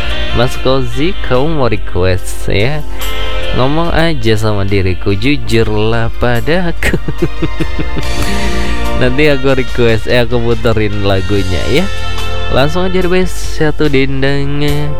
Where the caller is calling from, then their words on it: Way Bungur, Lampung, Indonesia; Kita dari Kecamatan Waibungur, Lampung Timur ya.